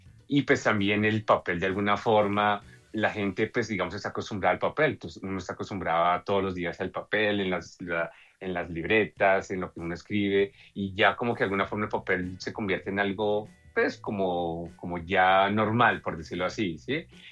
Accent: Colombia; nosotros aquí como colombianos

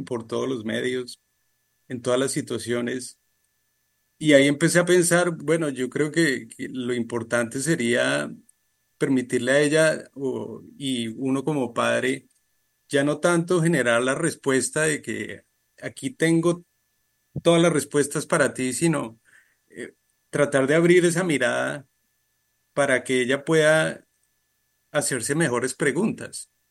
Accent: Colombia; moved away as an adult; now in Thailand; Yo pues nací en Colombia y crecí allí pues toda la vida hasta la universidad

